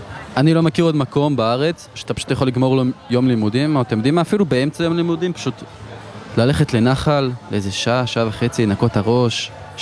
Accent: Yokneam Moshava, Northern District, Israel; אני במקור מיוקנעם המושבה, המושבה זה נורא חשוב.

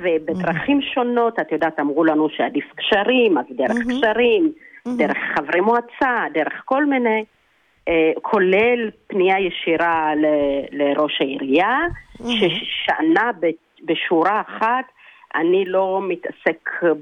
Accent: Jerusalem, Jerusalem District, Israel; אני ירושלמית

